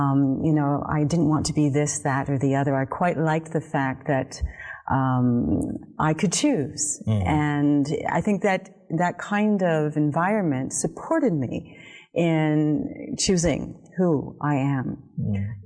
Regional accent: Calgary, Alberta, Canada; Well, I grew up in Canada, in Calgary, Alberta, so out in the west.

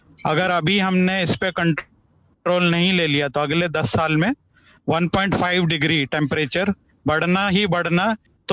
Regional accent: Rishikesh, Uttarakhand, India; also born or lived in Delhi; मैं वैसे दिल्ली से हूं, बट मेरा जो बॉर्न एंड ब्रॉट अप है वो ऋषिकेश में हुआ है, और अभी मैं देहरादून में हूँ।

